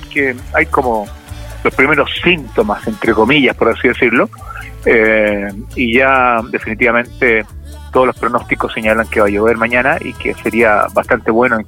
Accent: Chile

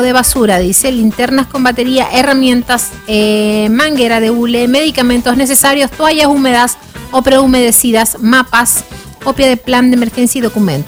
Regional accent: Peru; born there; moved away; cuando era chica, porque en Perú

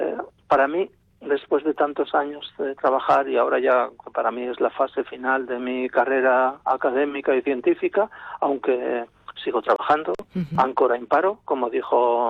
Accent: Sabiñánigo, Aragon, Spain; Nací en Sabiñánigo, viví allí, mi familia sigue viviendo allí.

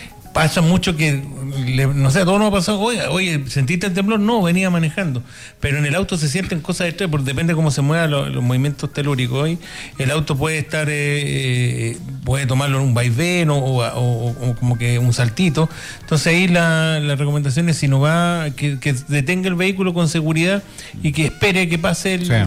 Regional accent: Chile; como chilenos, que como Chile es un país sísmico

